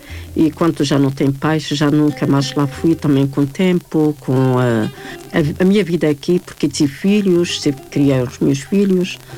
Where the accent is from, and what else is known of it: Berkane, Oriental, Morocco; born or raised there; moved away as an adult; also born or lived in Rabat